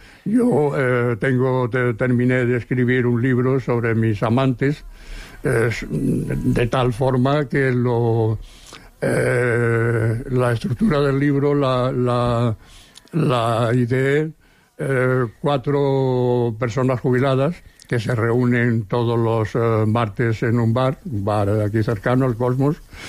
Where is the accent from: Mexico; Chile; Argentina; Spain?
Spain; Seville, Andalusia; now in Barcelona, Spain; cuando vinimos de Sevilla.